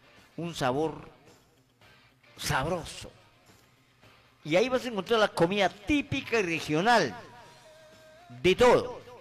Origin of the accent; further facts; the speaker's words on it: Peru; un pueblo entero, que somos más de 33 millones y millones de peruanos